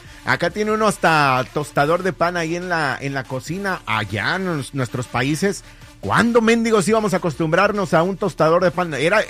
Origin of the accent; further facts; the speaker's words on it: Cuautla, Morelos, Mexico; now in United States; allá yo crecí en Cuautla, Morelos. Allá radiqué muchos años. No soy originario de allá, pero allá crecí.